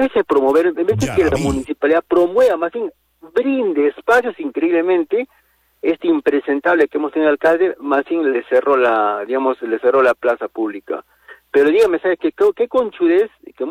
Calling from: Cayma, Arequipa, Peru; de Caima.

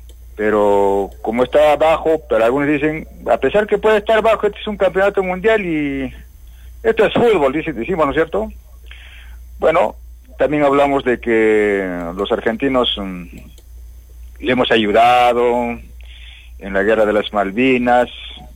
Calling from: Peru

